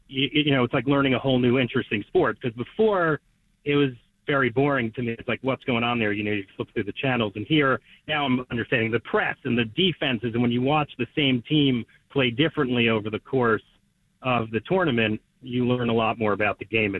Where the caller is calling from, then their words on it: New York, United States; I am a New Yorker.